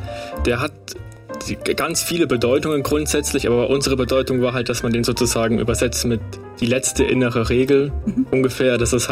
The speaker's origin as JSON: {"language": "German", "town": "Würzburg", "region": "Bavaria", "country": "Germany", "lives_now": "Munich, Germany", "said": "Ich komme tatsächlich aus Würzburg und bin jetzt fürs Studium nach München gekommen."}